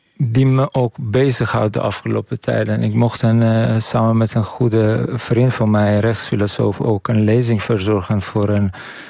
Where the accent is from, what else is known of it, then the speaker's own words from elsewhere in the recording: Iran; now in Netherlands; Dat is iets wat mij persoonlijk als Iraniër zorgen baart.